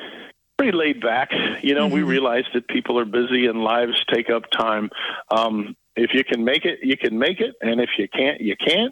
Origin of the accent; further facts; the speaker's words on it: Muskoda, United States; also born or lived in Shiloh; So Muskoda is my hometown. I moved all the way to Shiloh, 10 miles away, when I got married and graduated from college. In 2006, I came back to Muskoda for work